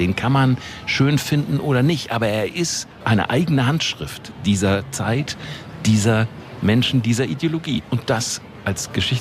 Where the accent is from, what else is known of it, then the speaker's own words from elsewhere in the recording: Hamburg, Germany; now in Berlin, Germany; Ich komme aus Hamburg